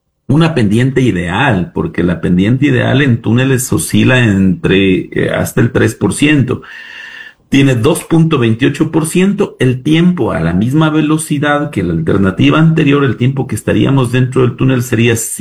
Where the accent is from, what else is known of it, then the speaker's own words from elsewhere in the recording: Loja, Ecuador; Te hablo de mi tierra, de Celica, de Alamó, Puyango, Pindal, Zapotillo, Macarazo, Soranga. Hay cerca de 100.000 habitantes ahí en esa región